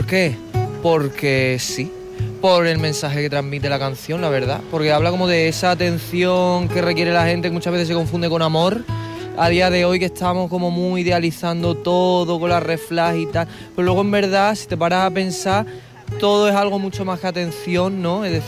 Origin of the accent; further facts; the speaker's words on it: Villanueva de la Serena, Extremadura, Spain; soy de Villanueva Serena, donde se inventó la tortilla de patata, sino que lo busque la gente.